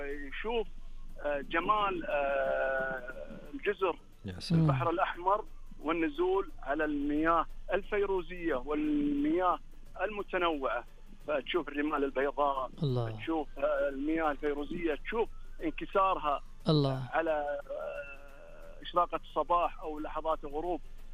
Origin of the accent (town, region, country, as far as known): Saudi Arabia